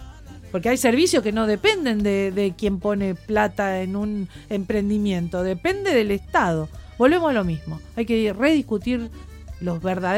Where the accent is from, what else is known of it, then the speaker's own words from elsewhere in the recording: Argentina; Los argentinos somos muy buenos.